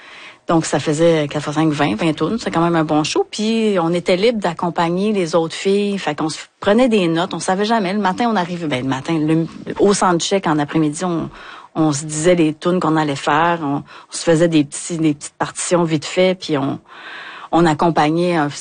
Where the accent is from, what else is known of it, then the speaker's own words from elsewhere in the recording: Hauterive, Quebec, Canada; parce que quand on est allé jouer à Bécomo, le monde venait nous voir, je suis de Haute-Rive, moi.